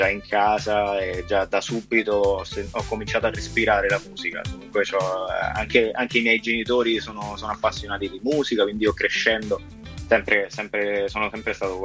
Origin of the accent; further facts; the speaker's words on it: Guidonia Montecelio, Lazio, Italy; also born or lived in Rome; io sono nato e cresciuto a Roma.